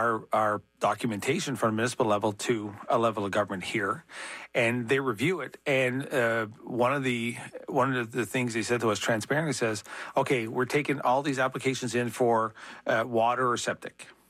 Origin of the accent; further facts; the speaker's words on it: Quebec, Canada; I'm from the Lower North Shore, but we're part of that Côte Nord.